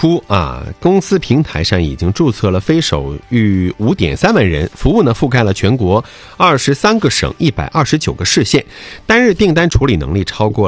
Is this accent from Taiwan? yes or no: no; Northeast China, China; 我们就是东北的。